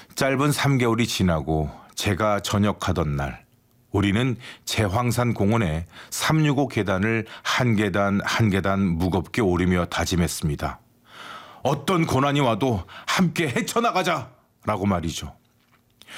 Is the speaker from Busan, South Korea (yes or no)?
yes; Busan, South Korea; 그렇게 해서 이제 저도 이제 고향이 부산이 됐고